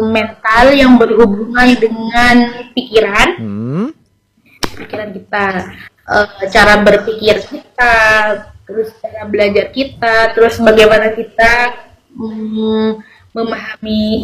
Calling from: Pragaan, East Java, Indonesia; Saya alamatnya dari Peragaan.

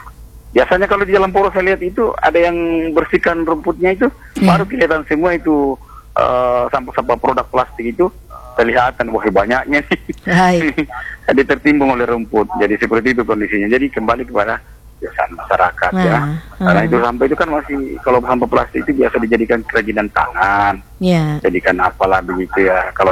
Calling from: South Sulawesi, Indonesia; di sini di Kabupaten Pindrang ini

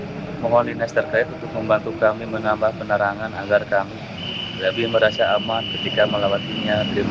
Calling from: Sindangkerta, West Java, Indonesia; lokasi dari Sindangkerta.

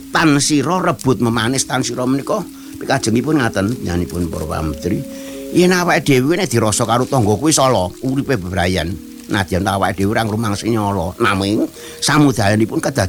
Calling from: Boyolali, Central Java, Indonesia; donga kula saking Boyolali Ki Dalang Sigit lan ibu pinaringan kayuanan ing salami-laminipun

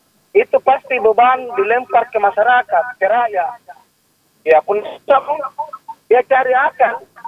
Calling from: Indonesia; semua rakyat Indonesia kan gotong royong minjam.

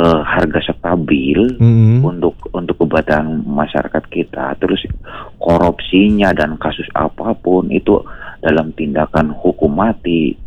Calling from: Brebes, Central Java, Indonesia

